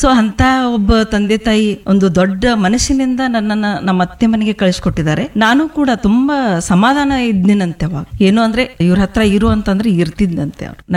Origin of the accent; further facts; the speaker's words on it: Halatti, Karnataka, India; ನನ್ನ ಬಾಲ್ಯ ಅಂತಂದ್ರೆ ಹುಟ್ಟಿ ಬೆಳೆದದ್ದು ಮೇಡಮ್ ನಾನು ಚಿಕ್ಕೋಡಿ ತಾಲೂಕ ಹಾಲಟ್ಟಿ ಅನ್ನುವಂಥ ಗ್ರಾಮ.